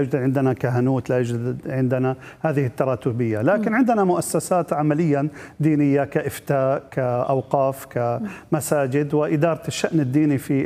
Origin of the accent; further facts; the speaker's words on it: Syria; عندنا في سوريا كما صرح السيد الرئيس أكثر من مرة